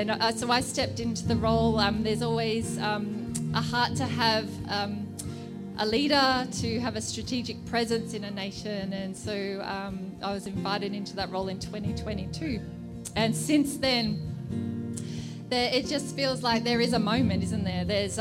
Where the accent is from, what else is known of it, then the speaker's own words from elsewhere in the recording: Melbourne, Victoria, Australia; I'm from Melbourne